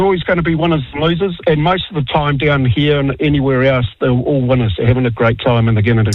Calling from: Dunedin, Otago, New Zealand; I am in Dunedin, Leah.

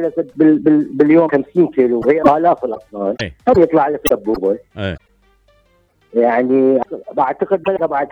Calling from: Cairo, Cairo Governorate, Egypt; من القاهره.

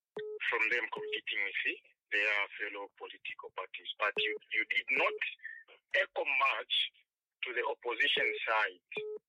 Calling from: Kitwe, Copperbelt, Zambia; I'm calling from Kitwe.

